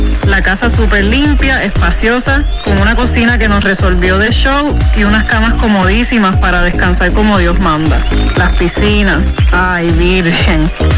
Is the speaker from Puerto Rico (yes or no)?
yes; Ponce, Puerto Rico